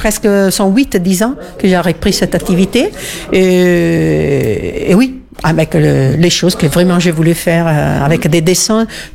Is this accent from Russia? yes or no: no; Italy; French is a second language; now in France; Je suis italienne et mon activité, je suis une artisane bien sûr